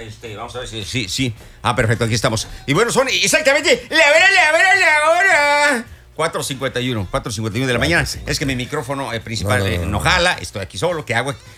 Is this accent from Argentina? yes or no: no; Mexico; Así somos los mexicanos.